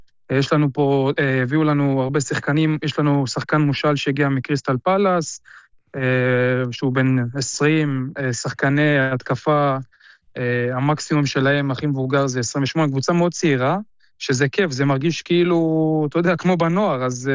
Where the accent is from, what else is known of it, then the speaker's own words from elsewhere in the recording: Haifa, Haifa District, Israel; אני גדלתי בישראל, אני בחיפה, אני לא ידעתי מרומניה, בחיים גם לא הייתי ברומניה לפני